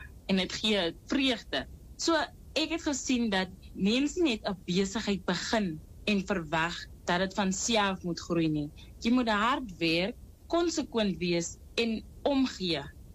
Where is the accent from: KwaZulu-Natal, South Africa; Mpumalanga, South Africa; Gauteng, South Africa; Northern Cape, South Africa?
Northern Cape, South Africa; Upington; Ek is groot geword in Appington, ook hier gebore. Ek het by my ouma groot geword.